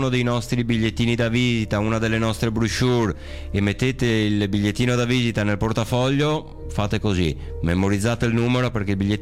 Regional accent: Venice, Veneto, Italy; Sì, noi siamo di Venezia.

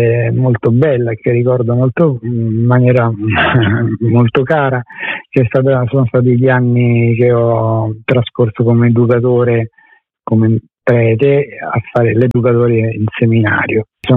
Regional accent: Rome, Lazio, Italy; moved away as an adult; also born or lived in Milan; now in Arquata del Tronto, Italy; Io sono nato e cresciuto a Roma

